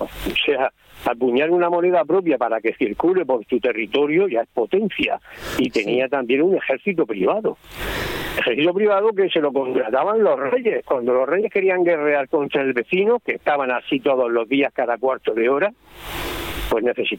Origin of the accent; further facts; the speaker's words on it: Murcia, Region of Murcia, Spain; que yo de dónde era, y yo, pues yo soy de Murcia, y nadie sabía qué era y qué dónde estaba y qué es lo que tenía Murcia.